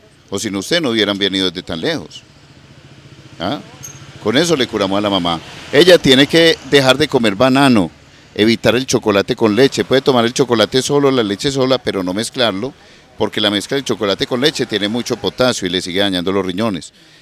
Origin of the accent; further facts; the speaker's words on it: Antioquia, Colombia; born there; aquí vivían en Prado Centro. Que yo nací en Prado Centro.